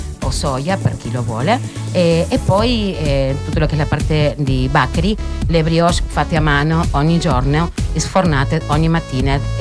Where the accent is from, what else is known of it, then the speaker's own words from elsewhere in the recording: Argentina; Italian is a second language; Faccio un italiano argentino in una parola.